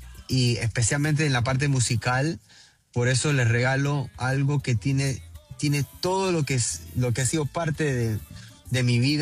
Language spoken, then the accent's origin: Spanish; Peru; yo soy peruano.